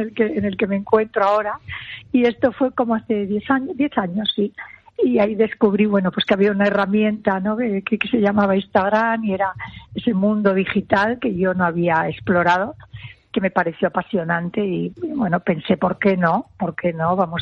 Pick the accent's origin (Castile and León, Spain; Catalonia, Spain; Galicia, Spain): Castile and León, Spain; León; moved away as an adult; now in Madrid, Spain; yo soy leonesa